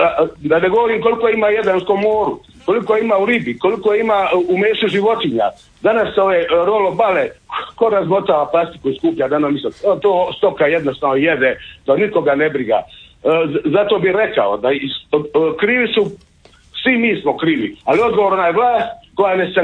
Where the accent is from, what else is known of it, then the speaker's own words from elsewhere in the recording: Knin, Šibenik-Knin County, Croatia; also born or lived in Imotski; Pa ja ću spomenuti, ja dolazim iz Knina, inače i sam Imoćanin.